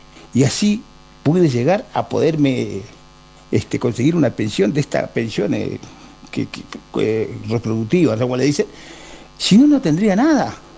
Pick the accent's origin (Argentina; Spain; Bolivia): Argentina; como buen argentino, como buen paisano